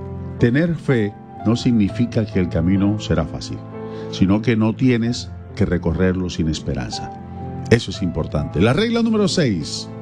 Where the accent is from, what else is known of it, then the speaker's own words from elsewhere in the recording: Colombia; nosotros los colombianos